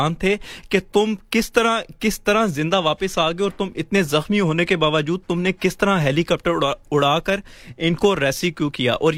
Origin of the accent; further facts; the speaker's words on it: Lahore, Punjab, Pakistan; آپ نے لاہور کی بات کی, میرا تعلق بھی لاہور سے ہے